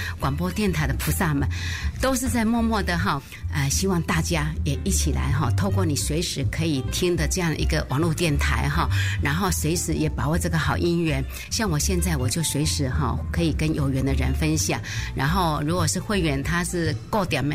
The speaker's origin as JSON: {"language": "Chinese", "region": "Taoyuan", "country": "Taiwan"}